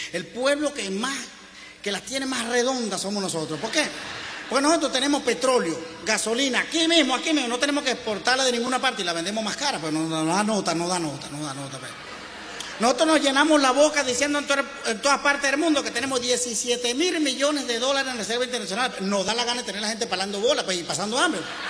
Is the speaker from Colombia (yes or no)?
no; Venezuela; Lo que yo haga con mis reales como venezolano